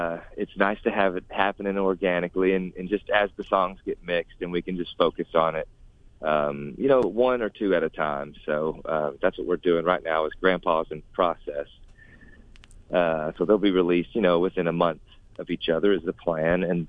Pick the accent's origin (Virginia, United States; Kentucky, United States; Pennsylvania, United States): Kentucky, United States; then I'm from Grace County, and then so is Jonathan. So, you know, it works out. We're West Kentucky through and through.